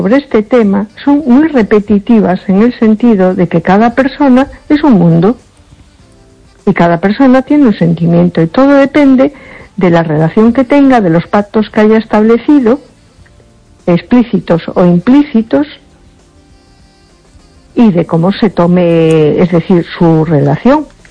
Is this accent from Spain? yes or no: yes; A Coruña, Galicia, Spain; Hola, buenas noches. … de Coruña.